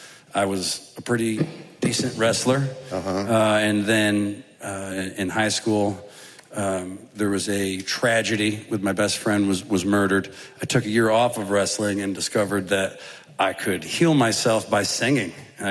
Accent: North Adams, Massachusetts, United States; now in Nashville, United States; North Adams, Massachusetts.

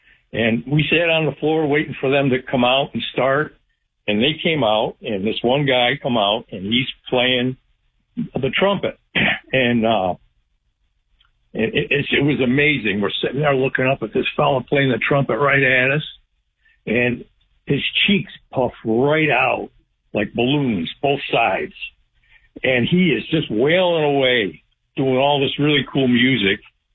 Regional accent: New York, United States

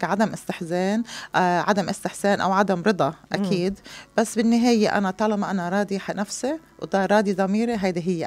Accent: Kfar Kela, Nabatieh Governorate, Lebanon; الضيعة اللي أنا بنتسب لها اللي هي ضيعة كفركلة

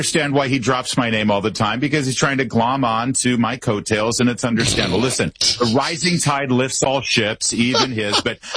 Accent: Michigan, United States; And I'm from Michigan originally, so he's already starting to give me garbage about that.

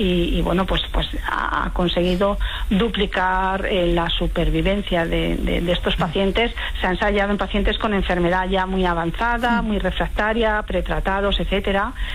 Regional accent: Spain; En lo que a mí respecta, yo soy de España, vivo en Madrid

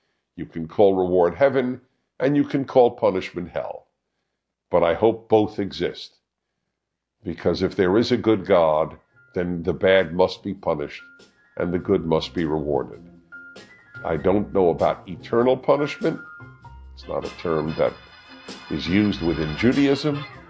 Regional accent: United States; I'm an American Jew

